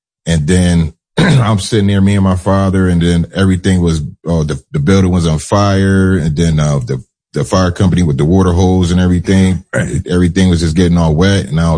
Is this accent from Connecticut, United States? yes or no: yes; Bridgeport, Connecticut, United States; Bridgeport, Connecticut, born and raised.